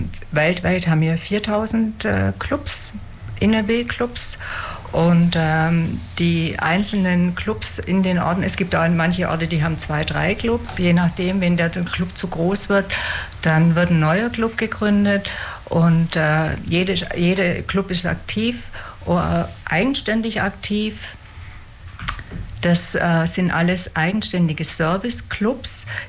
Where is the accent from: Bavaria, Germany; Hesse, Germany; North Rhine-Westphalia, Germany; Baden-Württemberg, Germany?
Baden-Württemberg, Germany; Ulm; ich komme aus Ulm. Meine zwei Kinder sind hier groß geworden.